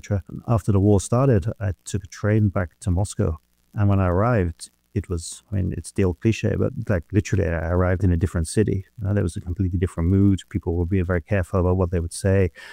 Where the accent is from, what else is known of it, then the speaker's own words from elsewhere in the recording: United Kingdom; as a British journalist